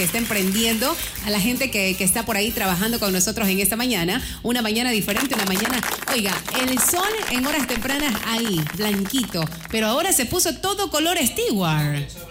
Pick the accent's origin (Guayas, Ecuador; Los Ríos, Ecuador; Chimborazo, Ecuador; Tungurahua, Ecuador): Guayas, Ecuador; Milagro; born there; Yo nací en Milagro